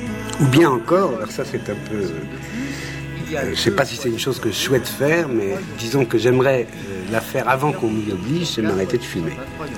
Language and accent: French; Paris, Île-de-France, France; depuis que je suis parisien, depuis ma naissance